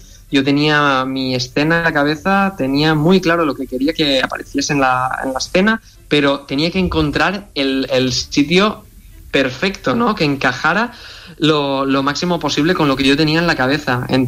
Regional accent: Tavernes de la Valldigna, Valencian Community, Spain; yo todo lo que escribía estaba ambientado en Tabernas de la Valdigna, en mi pueblo de Valencia

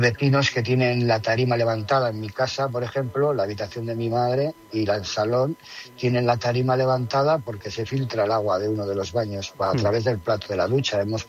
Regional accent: Erandio, Basque Country, Spain; also born or lived in Algorta; pero soy del municipio de Erandio, nací en Algorta, pero me he criado toda la vida entre Astrabudúa y Erandio

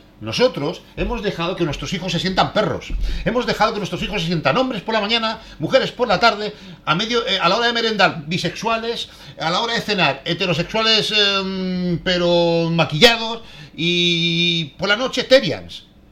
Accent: Spain; como aquí en España no los tiene, como los españoles ya conocemos y sabemos lo que es el tramposo y mentiroso y sátrapa este

